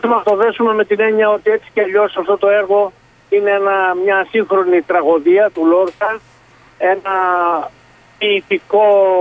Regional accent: Paramythia, Epirus, Greece; Είμαι από την Παραμυθιά Θεσπρωτεία.

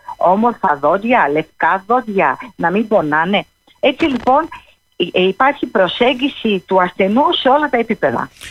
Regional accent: Oitylo, Peloponnese, Greece; Εγώ κατάγομαι από το Ίτυλο. Η Μάνη είναι ένας πολύ όμορφος τόπος. Έχει πολύ ωραίες θάλασσες. Έχει ιδιαίτερη αρχιτεκτονική με τους πύργους.

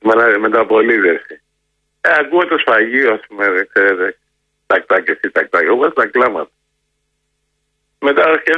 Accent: Kokkinia, Attica, Greece; born there; Εγώ γεννήθηκα στην Κοκκινιά, από εργάτες.

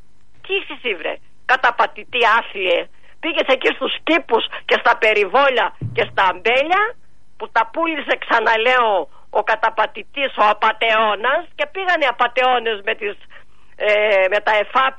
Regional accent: Metsovo, Epirus, Greece; ή εδώ στην πατρίδα μου στο Μέτσο

